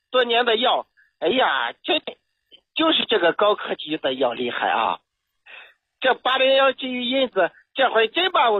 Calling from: Shaanxi, China; 我是陕西的。

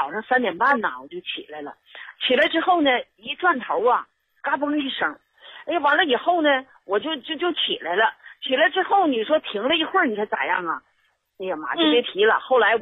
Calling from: Liaoning, China; 我是东北辽宁这边的。

